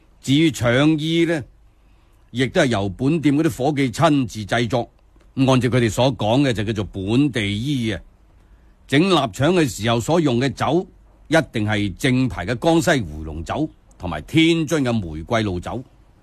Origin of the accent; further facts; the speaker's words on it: Guangzhou, Guangdong, China; 我哋广州人